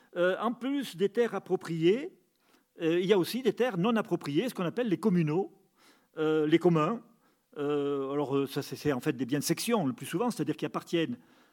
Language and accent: French; Auvergne-Rhône-Alpes, France; Chez nous, en Haute-Loire, ce qui domine, c'est la forêt de pin.